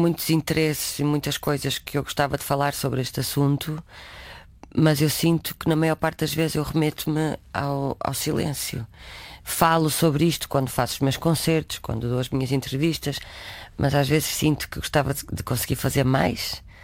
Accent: Norte, Portugal; Eu quis ir gravar ao Minho e não foi porque eu sou dali

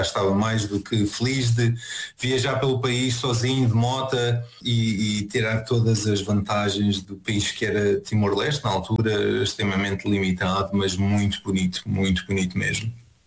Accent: Portugal; moved away; É nós percebermos que saímos de Portugal e vamos para uma aventura e depois, ao fim de algum tempo, decidimos ficar longe de Portugal.

